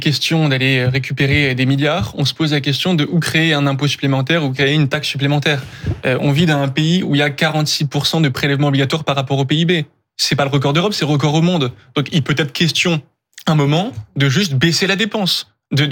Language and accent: French; Occitanie, France; Moi, je viens du Tarn, un département où tous les services publics ont disparu.